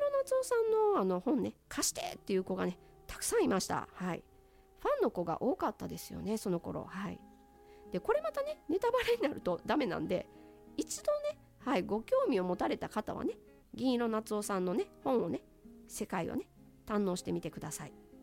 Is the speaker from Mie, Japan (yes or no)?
yes; Mie, Japan; 私はまああの三重県の出身なんですけれども、